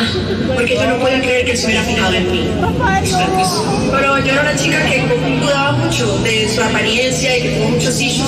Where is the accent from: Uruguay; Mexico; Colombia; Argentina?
Colombia; Como decimos en Colombia